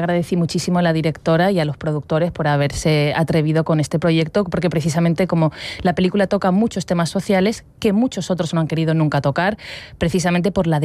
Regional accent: Western Sahara; now in Spain

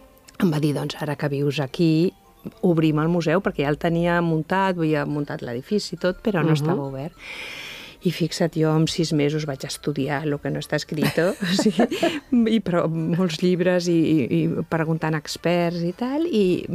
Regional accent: Barcelona, Catalonia, Spain; Bueno, jo vivia i sóc de Barcelona, però el meu pare, els meus arrels, per part de pare, són d'aquest poble del Pirineu aragonès

